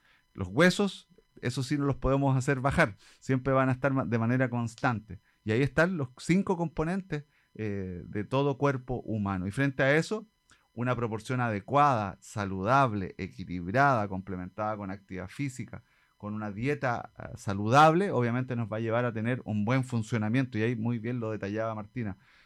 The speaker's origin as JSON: {"language": "Spanish", "town": "Osorno", "region": "Los Lagos", "country": "Chile", "said": "Partimos por Osorno porque es nuestra prioridad. Somos Osorno, somos de Osorno."}